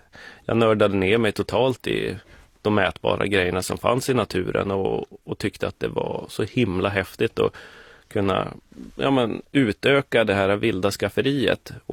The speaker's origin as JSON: {"language": "Swedish", "region": "southern Lapland", "country": "Sweden", "tie": "born or raised there", "moved": "as an adult", "lives_now": "Stockholm, Sweden", "said": "jag som är uppvuxen i södra Lappland"}